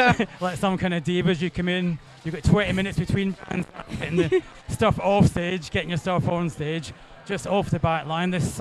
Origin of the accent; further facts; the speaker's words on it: Hull, Yorkshire and the Humber, United Kingdom; when I tell people I'm from Hull